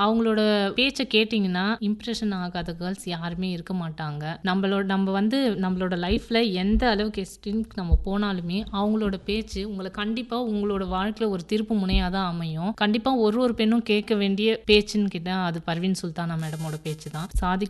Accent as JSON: {"language": "Tamil", "town": "Arakkonam", "region": "Tamil Nadu", "country": "India", "also_born_or_lived": "Chennai", "moved": "as an adult", "lives_now": "Andaman and Nicobar Islands, India", "said": "நான் கல்யாணம் ஆகிட்டு வரும்போது நான் சென்னை தான், ஃபுல்லாக சென்னை, அரக்கோணம் பொண்ணு"}